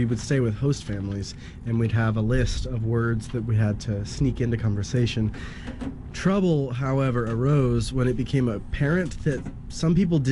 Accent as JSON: {"language": "English", "region": "Ohio", "country": "United States", "tie": "born or raised there", "said": "Yeah, I grew up in Ohio, where we shirk the corn."}